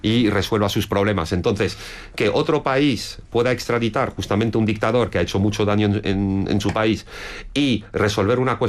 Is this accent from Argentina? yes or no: no; France; Spanish is a second language; yo lo veo como en forma de espejo como francés y siempre os estáis peleando entre vosotros, ¿entendéis?